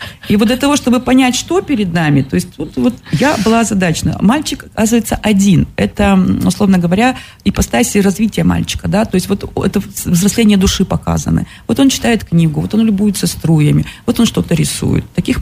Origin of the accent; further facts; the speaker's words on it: Kopeysk, Chelyabinsk Oblast, Russia; Да, это улица в моем родном городе Копейске.